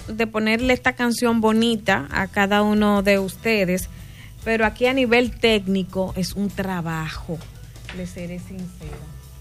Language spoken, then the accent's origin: Spanish; Dominican Republic; como dominicanos nosotros tenemos una tradición